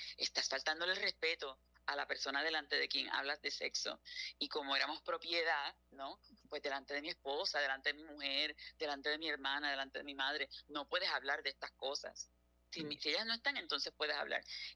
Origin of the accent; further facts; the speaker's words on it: Puerto Rico; moved away; yo me fui de Puerto Rico